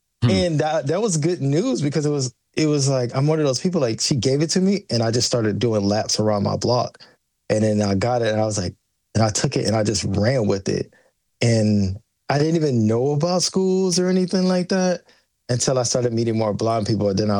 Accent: Georgia, United States; So, you know, me and my friends, especially growing up in Georgia, like we have woods, a lot of woods everywhere.

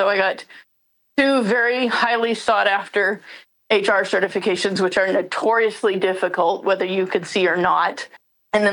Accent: Plano, Texas, United States; also born or lived in Dallas, United States / England, United Kingdom / Northern Ireland, United Kingdom; now in Denton, United States; I currently live in Denton, Texas. I was born in Dallas, grew up in the Dallas area. For those familiar with the Dallas area, I actually grew up in Plano, and I was there the majority of my life, all of my childhood, pretty much.

